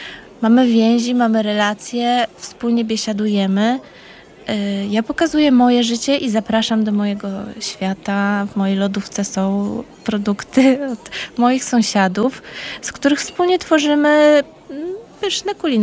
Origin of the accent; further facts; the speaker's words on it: Warmian-Masurian Voivodeship, Poland; born there; Ja się urodziłam na Warmii.